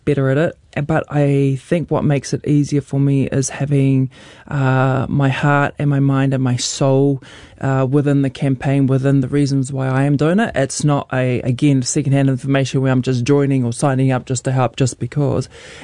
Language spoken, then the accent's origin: English; Mangere, Auckland, New Zealand; also born or lived in Rotorua; I was born in Rotorua, but brought up in Mangere, South Auckland. Middlemore Hospital is right there.